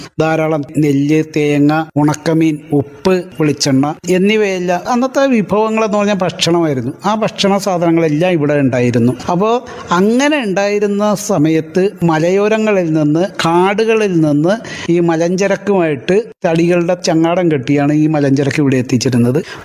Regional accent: Chellanam, Kerala, India; ഞാൻ ചെല്ലാനത്തുകാരനാണ്, ജനിച്ചു വളർന്നതും ഇവിടെ തന്നെയാണ്, താമസിക്കുന്നതും എല്ലാം ചെല്ലാനത്ത്.

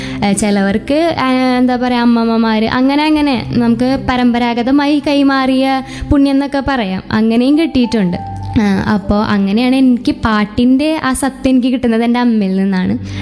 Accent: Kodungallur, Kerala, India; ഞാൻ തൃശ്ശൂർ കൊടുങ്ങല്ലൂർ നിന്നാണ് വരുന്നത്.

